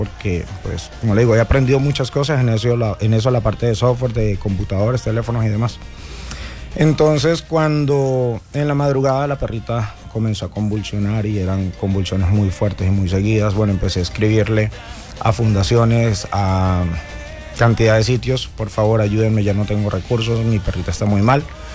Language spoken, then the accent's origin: Spanish; Venezuela; moved away as an adult; also born or lived in El Playón, Santander, Colombia; now in Colombia; yo originalmente soy nacido en el municipio del Playón, pero por cuestiones de la vida me crié en Venezuela. Regresé hace me sacaron de acá, de Colombia, aproximadamente a los 4 años. Regresé hace 8 años ya, 8 años y medio.